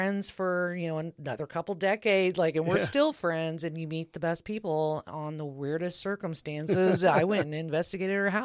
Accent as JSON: {"language": "English", "region": "Oklahoma", "country": "United States", "said": "And there was literally just a few of us. I'm from Oklahoma."}